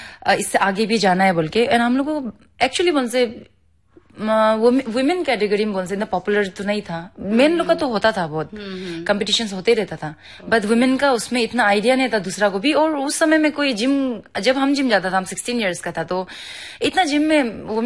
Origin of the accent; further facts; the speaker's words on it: Naharlagun, Arunachal Pradesh, India; also born or lived in Kurung Kumey district; Born and brought up पूरा नाहरलगन में हुआ।